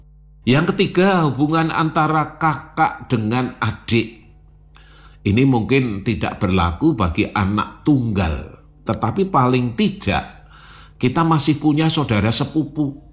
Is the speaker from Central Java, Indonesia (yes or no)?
yes; Surakarta, Central Java, Indonesia; Kita orang Solo, tetangga kita orang Solo, teman kita orang Solo